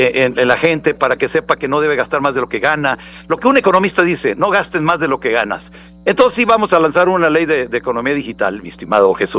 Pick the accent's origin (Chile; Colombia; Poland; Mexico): Mexico; los mexicanos somos la mayoría inmensamente nobles, inmensamente limpios, somos gente de trabajo